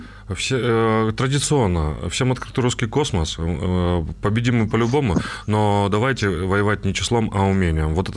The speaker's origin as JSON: {"language": "Russian", "town": "Donetsk", "region": "Donetsk Oblast", "country": "Ukraine", "said": "я же из Донецка."}